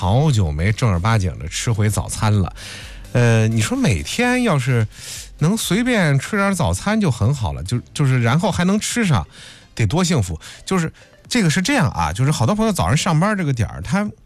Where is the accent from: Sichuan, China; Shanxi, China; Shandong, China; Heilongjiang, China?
Shandong, China; 咱们山东各地其实喝羊汤的地方特别多，但是早上，你像我家乡那边的话，早上是不怎么喝羊汤的。